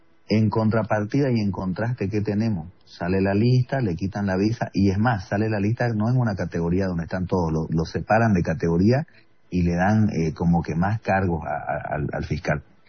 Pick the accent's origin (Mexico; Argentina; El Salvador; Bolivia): Bolivia